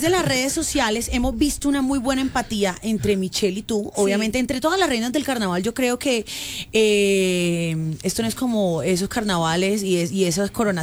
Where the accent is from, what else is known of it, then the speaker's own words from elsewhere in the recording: Barranquilla, Atlántico, Colombia; como barranquillera, como costeña, como persona que estudió toda la vida allá, que vivió su niñez allá, yo he visto una evolución de Barranquilla impresionante.